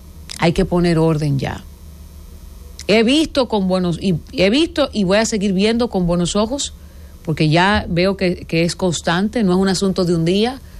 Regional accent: Dominican Republic

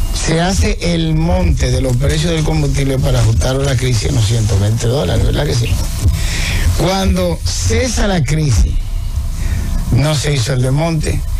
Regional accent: Dominican Republic

